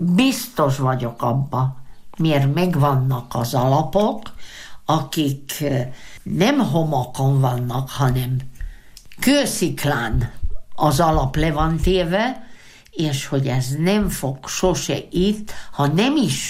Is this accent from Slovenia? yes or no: yes; Prekmurje, Slovenia; first language Hungarian; a sajátunk a legszebb, a legdrágább, és ezek a mi hagyományaink, amik itt megvannak Moravidéken, hódostú pincék